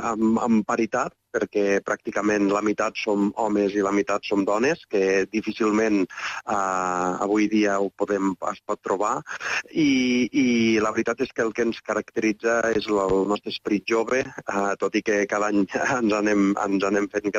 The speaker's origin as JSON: {"language": "Catalan", "town": "Agramunt", "region": "Catalonia", "country": "Spain", "said": "nosaltres som d'Agramunt, de l'Urgell"}